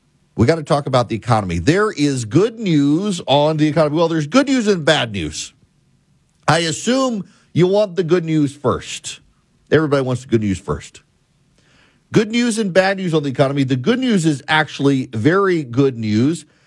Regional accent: Georgia, United States; Very importantly, for those of you in my home state of Georgia

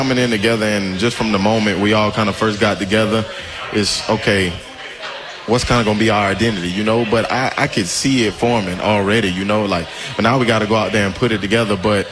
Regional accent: Louisiana, United States; I'm from Louisiana.

